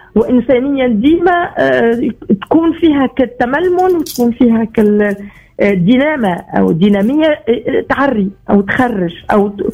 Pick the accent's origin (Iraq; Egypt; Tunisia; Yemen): Tunisia; Sousse, Sousse Governorate; ولاية سوسة، ولاية مدينتي أنا من ساكن. وعشت في سوسة وكبرت في سوسة وقيت في سوسة.